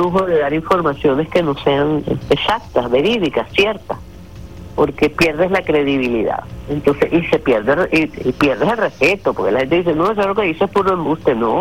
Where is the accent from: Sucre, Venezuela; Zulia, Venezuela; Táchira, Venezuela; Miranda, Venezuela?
Sucre, Venezuela; Carúpano; Ya son muchos años haciendo radio en mi país, Venezuela. Yo soy carupanera del estado Sucre